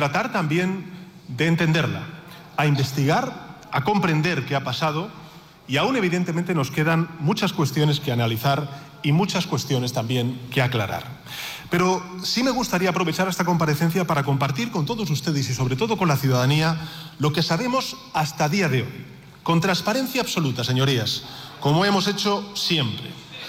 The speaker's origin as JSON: {"language": "Spanish", "country": "Spain", "said": "como presidente del Gobierno de España y como ciudadano español, afirmo que hicieron lo correcto"}